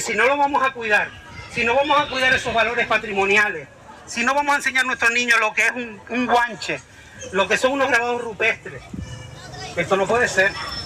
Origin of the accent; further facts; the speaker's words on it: Santa Cruz de Tenerife, Canary Islands, Spain; now in Güímar, Spain; Porque yo soy de Santa Cruz, vivo en Guima, ¿y qué hago yo en Chimiche?